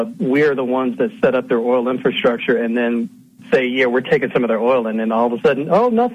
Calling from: Pennsylvania, United States; from Pennsylvania.

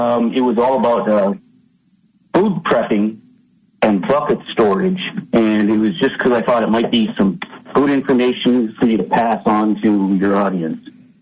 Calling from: Bismarck, North Dakota, United States; in Bismarck.

